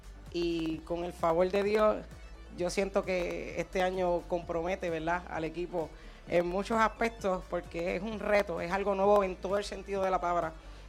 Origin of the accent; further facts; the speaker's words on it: Carolina, Puerto Rico; El negocio está ubicado en el barrio donde yo me crié, en donde yo nací, en el cual viví hasta hace 3 años atrás. Es el barrio Sabana Bajo, en Carolina.